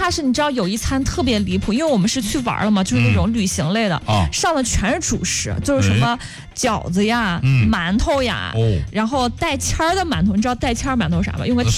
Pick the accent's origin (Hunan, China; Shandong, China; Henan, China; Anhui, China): Henan, China; Zhengzhou; 咱们郑州人